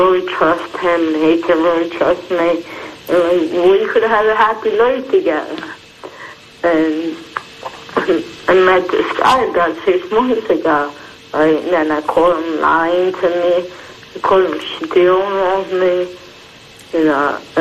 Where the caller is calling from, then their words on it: Upper Darby, Pennsylvania, United States; Upper Darby, Dollar County.